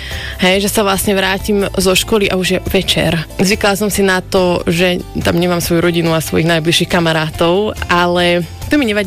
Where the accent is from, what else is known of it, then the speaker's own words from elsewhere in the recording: Hontianska Vrbica, Nitra Region, Slovakia; also born or lived in Želiezovce; now in United States; Narodila som sa v Želiezovciach, ale pochádzam z Hontianskej Vrbice, čo je taká malá dedinka vedľa Levíc.